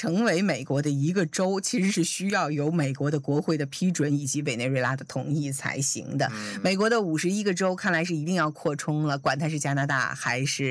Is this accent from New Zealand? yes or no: yes; New Zealand